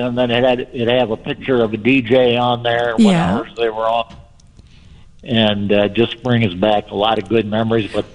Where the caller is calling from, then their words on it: Freeport, Illinois, United States; calling from Freeport, Illinois, about 100 miles west of you guys.